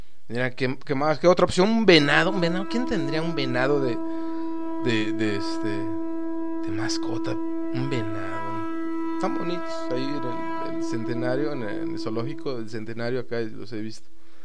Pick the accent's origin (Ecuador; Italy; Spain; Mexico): Mexico; Si hablo como mexicano, güey.